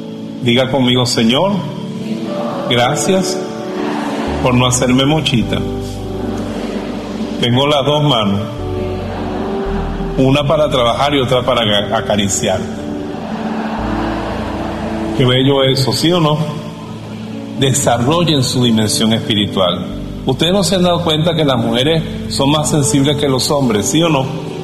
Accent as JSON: {"language": "Spanish", "town": "Bejuma", "region": "Carabobo", "country": "Venezuela", "said": "¿Cómo se nota que yo soy de Bejuma?"}